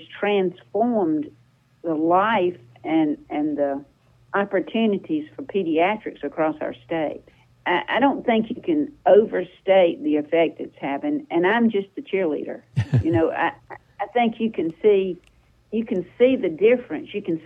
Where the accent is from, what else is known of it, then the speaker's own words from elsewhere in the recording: Sandersville, Georgia, United States; I'm from Sandersville, Washington County, and my family's practiced medicine there for 200 years.